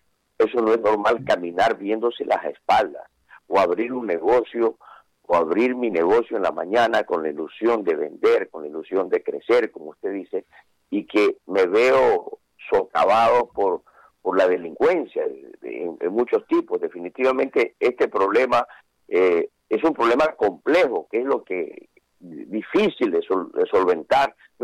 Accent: Ecuador; así somos los ecuatorianos.

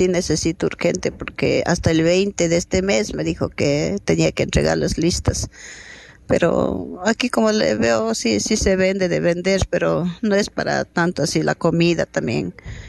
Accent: Logroño, La Rioja, Spain

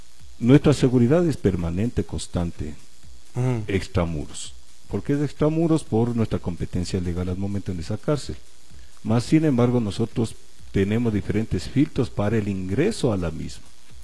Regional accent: Quito, Pichincha, Ecuador; No, yo soy de Quito.

